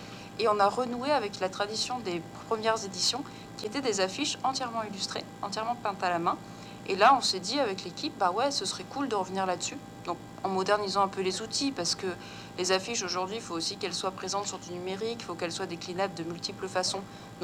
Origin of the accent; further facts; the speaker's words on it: Arlanc, Auvergne-Rhône-Alpes, France; Alors oui, tout à fait, parce que je suis originaire d'Arlan, donc c'est pas très très loin de Craponne.